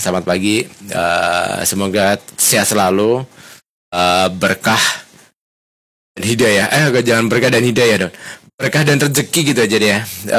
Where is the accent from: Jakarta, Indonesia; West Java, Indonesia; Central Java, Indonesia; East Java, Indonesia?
East Java, Indonesia; Ngawi; born there; Ya alhamdulillah saya dilahirkan di Ngawi dan sangat senang untuk berada di Ngawi. Walaupun pengen keluar kota, tapi setelah itu kembali lagi.